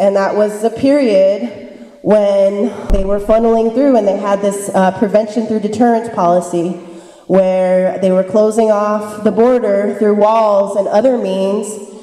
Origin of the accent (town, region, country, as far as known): Arizona, United States